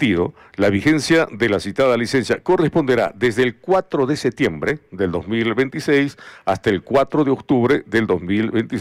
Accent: Arequipa, Peru; Que mucha gente cree que somos tontos, los arequipeños

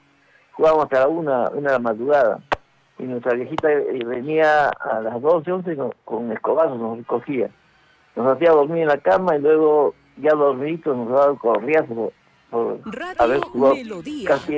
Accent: Lima, Peru; moved away as an adult; yo soy de Lima, soy de Breña, y se radico acá ya 30 años.

